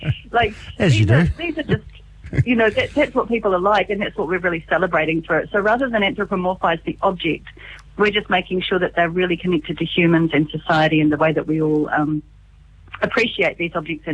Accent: South Island, New Zealand; now in Auckland, New Zealand; we live in Auckland and they don't really grow here, but I have a lot of fondness for the whole concept of quinces from growing up in the South Island.

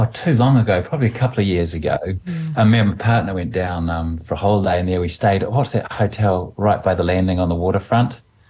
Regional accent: New Plymouth, Taranaki, New Zealand; moved away as an adult; also born or lived in Auckland; now in West Coast, New Zealand; I'm from New Plymouth, and I've been living in Auckland for a long time, and decided I want to move to the West Coast, and I set up out here

